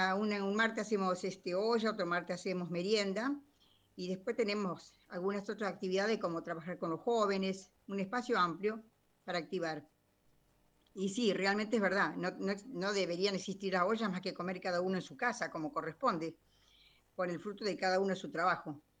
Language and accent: Spanish; Merlo, Buenos Aires Province, Argentina; yo soy de Mariana Costa Merlo